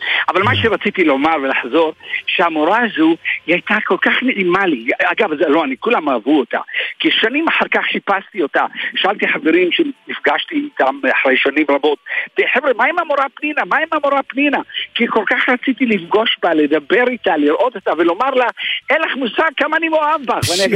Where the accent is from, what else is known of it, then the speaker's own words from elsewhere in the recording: Ramla, Central District, Israel; also born or lived in Jaffa; now in Elad, Israel; לא, לא, לא, אני יליד יפו, יליד דג'אני. גדלתי ברמלה, אחרי צבא אלעד.